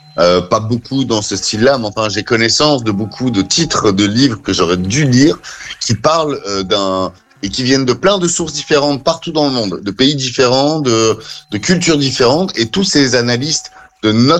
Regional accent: Belgium; moi je suis belge, hein, je suis pas français, donc j'ai pas la même, je suis pas issu de la même culture que vous.

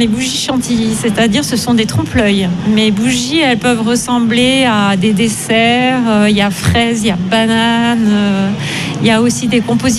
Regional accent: Montpellier, Occitanie, France; je suis Montpelliéraine

